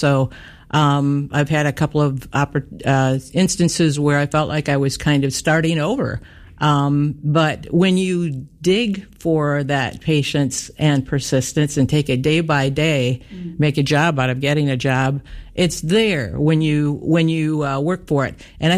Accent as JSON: {"language": "English", "town": "Hudsonville", "region": "Michigan", "country": "United States", "tie": "born or raised there", "said": "Hudsonville, my hometown, year two for them."}